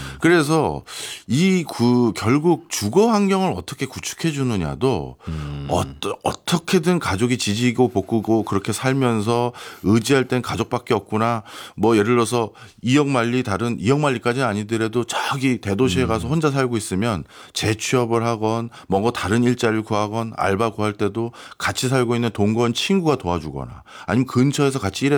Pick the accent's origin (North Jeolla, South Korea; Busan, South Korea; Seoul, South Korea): Seoul, South Korea; 저는 집도 서울이라서 굳이 나가서 따로 살 이유가 없잖아요.